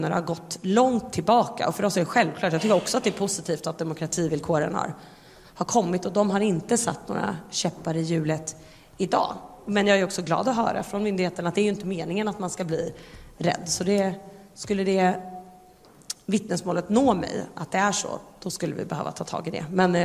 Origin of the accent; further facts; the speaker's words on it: Solna, Stockholm County, Sweden; i Solna, i min hemstad